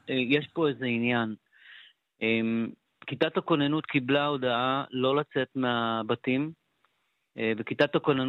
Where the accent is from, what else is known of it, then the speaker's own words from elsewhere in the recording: Sderot, Southern District, Israel; born there; moved away as an adult; now in Netiv HaAsara, Israel; שדרות היא עיר הולדתי, משפחתי שם, כל משפחתי. הוריי, סביי, קבורים בשדרות, השורשים משם, אבל כבר 36 שנים פה בנתיב